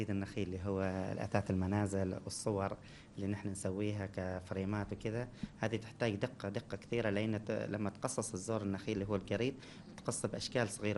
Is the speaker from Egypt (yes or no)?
no; Oman; نحن كشباب عمانيين